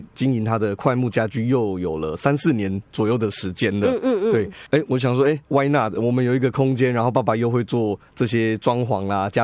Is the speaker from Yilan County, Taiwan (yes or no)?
yes; Yilan County, Taiwan; moved away as an adult; 然后我又很想要回到宜兰来生活跟工作，因为我们从小就是在宜兰长大的孩子这样子。